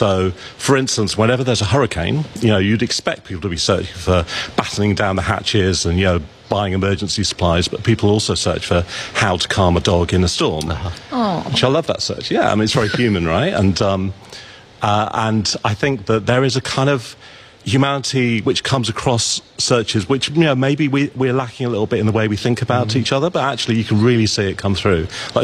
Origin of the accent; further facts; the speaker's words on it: England, United Kingdom; I grew up in England, did not grow up with proms